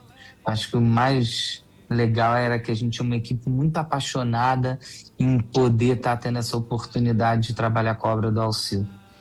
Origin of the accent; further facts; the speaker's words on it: Rio de Janeiro, Brazil; born there; Eu nasci, meu pai é nascido em Recife, eu nasci no Rio.